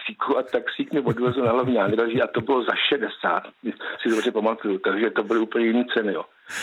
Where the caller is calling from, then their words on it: Plzeň, Plzeň Region, Czechia; jsem z Plzně, můj otec pracoval ve Škodovce jako já celý život